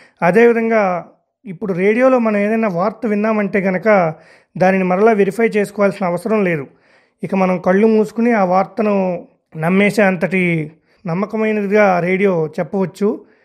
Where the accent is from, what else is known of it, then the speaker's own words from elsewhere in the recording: Ramannapalem, Andhra Pradesh, India; మా ఊరు రామన్నపాలెం గ్రామం, కామవరపుకోట మండలం, ఏలూరు జిల్లా.